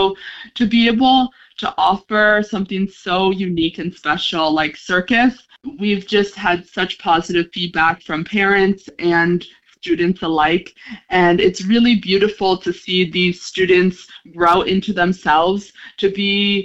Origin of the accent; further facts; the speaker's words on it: New York, United States; born there; now in Cape Cod, United States; I grew up in New York, a little upstate from New York City